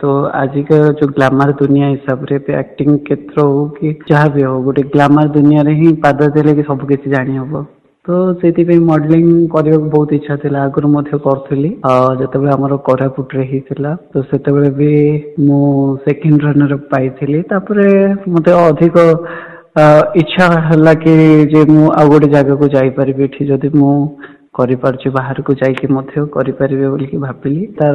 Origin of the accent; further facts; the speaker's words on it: Rajpur, Odisha, India; ମୋ ଘର ହେଉଛି ରାଜପୁର ଆଉ ବ୍ଲକ ଉମରକୋଟ ନବରଙ୍ଗପୁର ଡିଷ୍ଟ୍ରିକ୍ଟରୁ ବିଲଙ୍ଗ କରୁଛି।